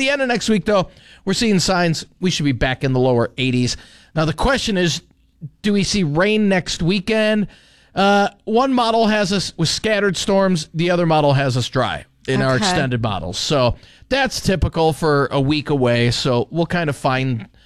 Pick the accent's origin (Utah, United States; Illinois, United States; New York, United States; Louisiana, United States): Illinois, United States; moved away; my hometown in Illinois